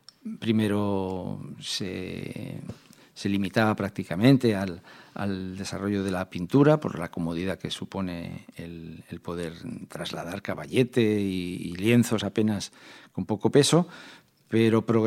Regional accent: Canary Islands, Spain; born there; Tiene 5 hijos, 4 de los cuales nacimos en Canarias, cuando él fue destinado como catedrático de dibujo a la Universidad de La Laguna, para la Escuela de Magisterio.

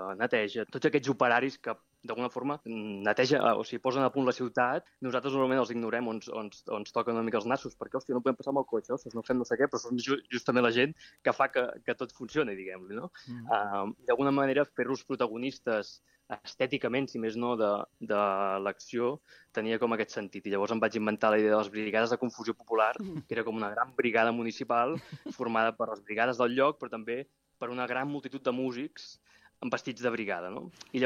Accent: Mataró, Catalonia, Spain; jo que sóc de Mataró i hem amat pirotècnia des de ben petit i la pólvora em transporta en un lloc molt maternal i molt nostàlgic i molt bonic

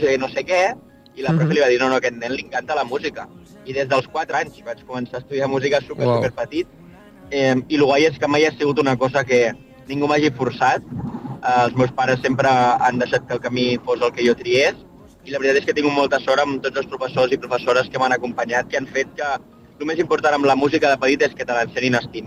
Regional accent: Vidreres, Catalonia, Spain; sóc un noi de Vidreres que porta tota la vida fent música

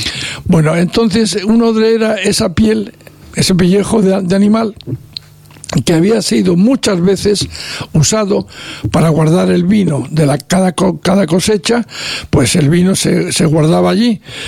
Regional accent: La Rioja, Spain; allí en La Rioja le llamaban pellejos. Y yo recuerdo pues el camión que iba por mi pueblo, que los recogía y los llevaba a los lugares donde se vendía vino

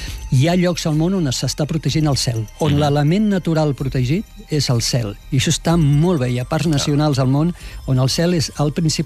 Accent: Tarragona, Catalonia, Spain; born there; jo soc nascut a Tarragona i sé el que es menja allà i a les Terres de l'Ebre, la meva mare va néixer a Falset.

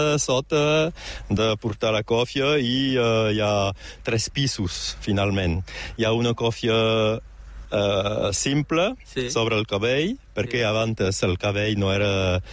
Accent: Perpignan, Occitania, France; born there; Catalan is a second language; De néixer a Perpinyà me semblava natural

